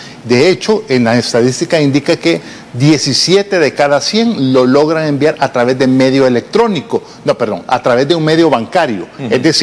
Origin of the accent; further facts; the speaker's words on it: El Salvador; para nosotros como salvadoreños